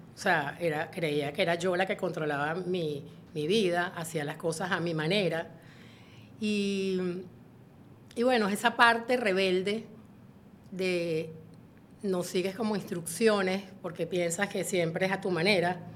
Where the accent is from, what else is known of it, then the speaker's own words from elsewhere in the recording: Spain; born there; Nací en España.